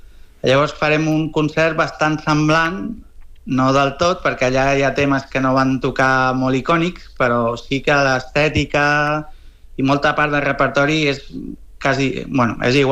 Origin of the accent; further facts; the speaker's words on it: Tarragona, Catalonia, Spain; nosaltres som de Tarragona